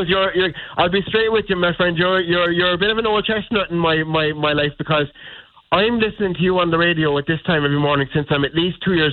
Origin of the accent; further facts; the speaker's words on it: England, United Kingdom; I'm an English.